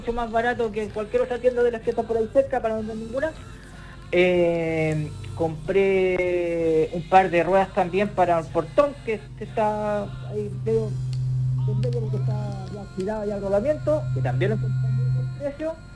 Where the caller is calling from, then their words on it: Quillota, Valparaíso, Chile; De acá, de la Villa Santa Teresita, en Quillota.